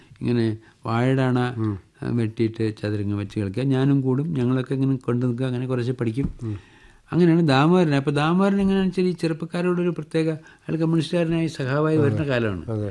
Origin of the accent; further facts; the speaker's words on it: Parappanangadi, Kerala, India; നാട്ടിൽ ഞാൻ പരപ്പനങ്ങാടിയായിരുന്നപ്പോഴേ